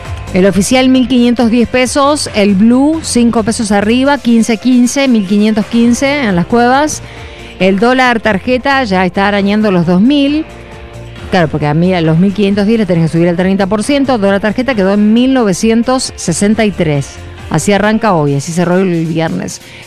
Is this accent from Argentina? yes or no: yes; Argentina